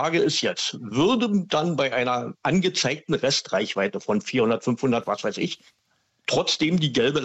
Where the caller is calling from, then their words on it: Frankfurt, Brandenburg, Germany; Aus Frankfurt